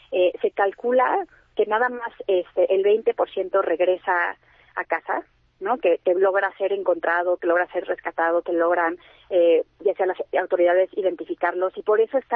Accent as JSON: {"language": "Spanish", "country": "Mexico", "said": "estamos súper emocionados como mexicanos"}